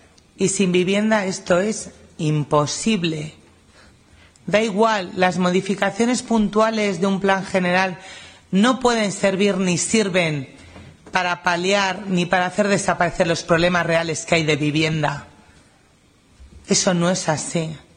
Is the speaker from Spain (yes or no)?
yes; Laredo, Cantabria, Spain; en mi pueblo, porque Laredo lo tiene todo, es una joya en sí mismo, tiene montaña, tiene playa